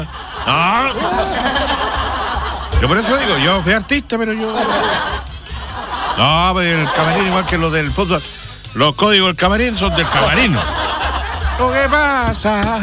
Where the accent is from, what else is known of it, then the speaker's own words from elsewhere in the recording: Talca, Maule, Chile; somos de Salinas, Talca.